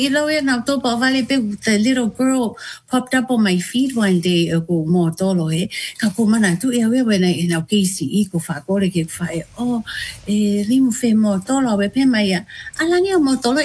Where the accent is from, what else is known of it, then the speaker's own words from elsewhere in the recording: Tonga; I always love to share with my soldiers, like, oh, I'm from Tonga